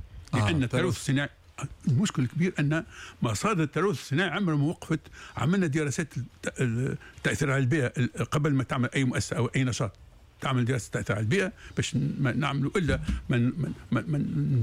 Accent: Tunisia; احنا عندنا في تونس

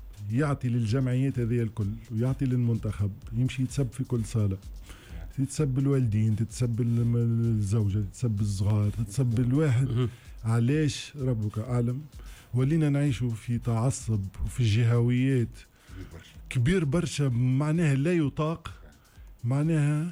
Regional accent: Tunisia

